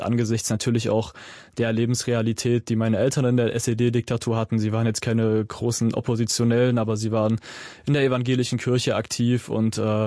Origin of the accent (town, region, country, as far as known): East Germany, Germany